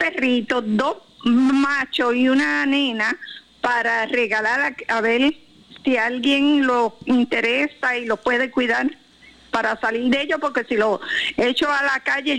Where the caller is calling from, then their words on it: Cabo Rojo, Puerto Rico; de Cabo Rojo.